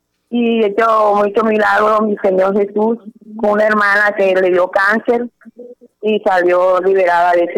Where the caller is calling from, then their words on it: Barranquilla, Atlántico, Colombia; Acá en Barranquilla, el barrio Galán.